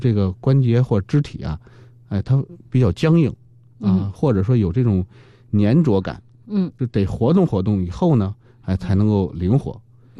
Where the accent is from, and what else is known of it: China